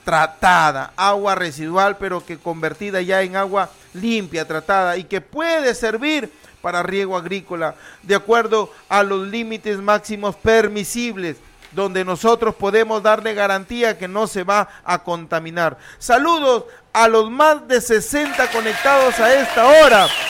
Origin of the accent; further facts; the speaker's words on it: Túcume, Lambayeque, Peru; es un joven profesional del caserío La Pintada.